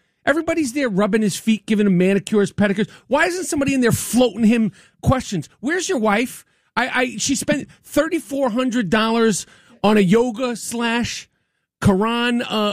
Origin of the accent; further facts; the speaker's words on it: Manhattan, New York, United States; Yes, because I'm from Manhattan. I grew up not too far from Gracie Mansion. I grew up playing basketball, riding my bike in Carl Schultz Park, John Jay Park.